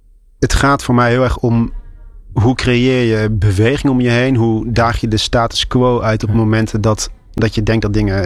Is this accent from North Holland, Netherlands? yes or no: no; Gelderland, Netherlands; moved away; ik ben in de Achterhoek opgegroeid. Het is voor mij nog steeds een linkje met de regio.